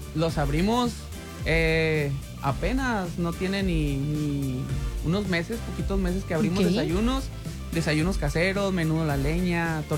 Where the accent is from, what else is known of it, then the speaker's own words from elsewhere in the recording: Tepic, Nayarit, Mexico; Yo soy de Tepic, Nayarit. Y ahí empezamos en una pequeña cocherita